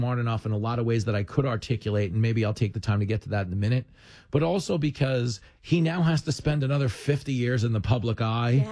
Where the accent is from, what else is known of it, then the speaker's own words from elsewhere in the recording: Long Island, New York, United States; Like, so I grew up on Long Island, and I remember growing up here when I had never left here